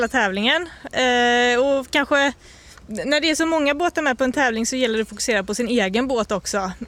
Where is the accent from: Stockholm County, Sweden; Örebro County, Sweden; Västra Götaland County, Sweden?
Västra Götaland County, Sweden; Stenungsund; Stenungsund, så västkusten.